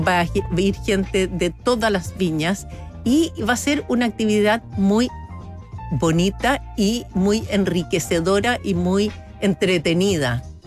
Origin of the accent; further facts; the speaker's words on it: O'Higgins, Chile; yo nací y viví mi infancia en Colchagua. Entonces yo tengo la tierra de Colchagua en el corazón